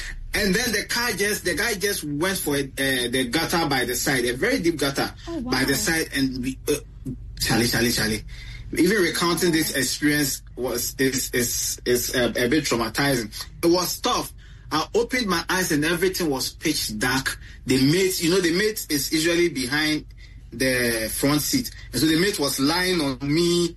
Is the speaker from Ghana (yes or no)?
yes; Ghana; Because there are some situations that you be in as a Ghanaian that you have no other way out than to take the motorbike.